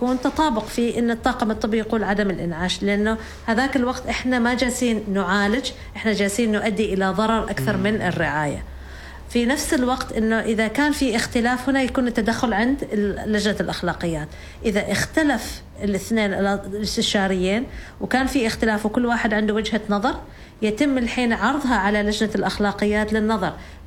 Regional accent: Oman; هنبدأ نعرف وراثتنا إحنا كعمانيين كيف، الوراثة العربية والوراثة العمانية بالذات، لأن إحنا عندنا تزاوج كبير من الأهل،

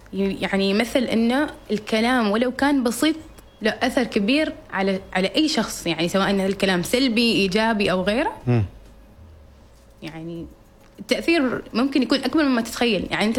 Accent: Oman; واقعنا إحنا كعمانيين.

